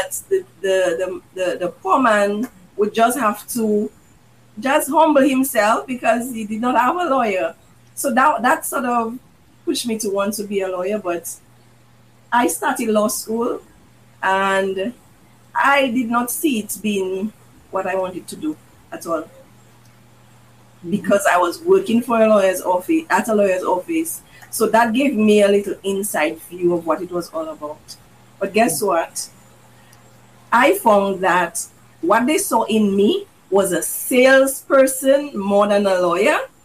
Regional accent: Salisbury, Dominica; I'm the founder of Your Extra Hands. I'm Dominican, born and raised in Salisbury

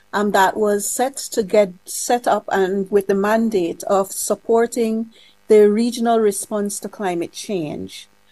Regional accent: Belize

